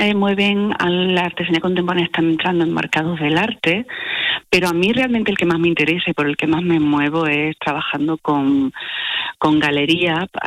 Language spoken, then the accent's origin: Spanish; Jaén, Andalusia, Spain; Me muevo mucho por fuera, pero fuera de Jaén, pero me gusta hacer acciones aquí en Jaén también para... Bueno, mi tierra.